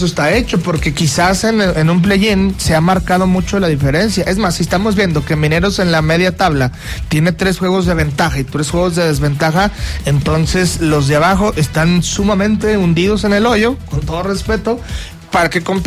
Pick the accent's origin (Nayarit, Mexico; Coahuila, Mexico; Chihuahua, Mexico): Chihuahua, Mexico; Hidalgo del Parral; born there; Hidalgo del Parral.